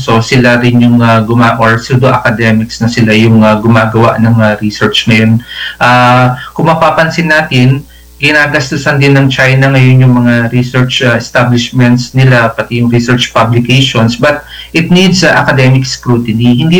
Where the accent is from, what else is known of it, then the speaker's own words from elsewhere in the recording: Cagayan Valley, Philippines; moved away; ako mismo, taga Cagayan ako. Doon ako pinanganak at lumaki hanggang high school. Nag-aral ako doon